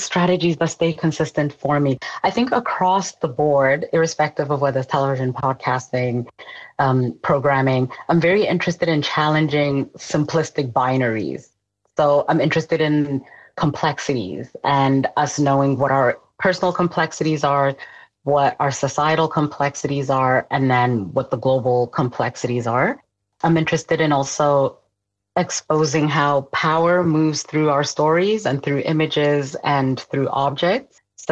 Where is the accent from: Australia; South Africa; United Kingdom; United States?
South Africa; also born or lived in East Germany / Zambia / Iraq / Canada; I am a South African who was born in East Germany, a country that doesn't exist anymore. And I grew up across Zambia, Iraq, Canada, and here in South Africa.